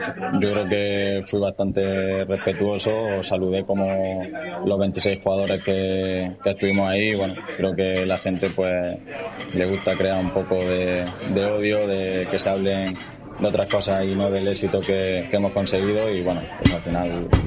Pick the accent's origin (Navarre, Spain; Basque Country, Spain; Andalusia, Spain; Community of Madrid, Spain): Andalusia, Spain; Roquetas de Mar; moved away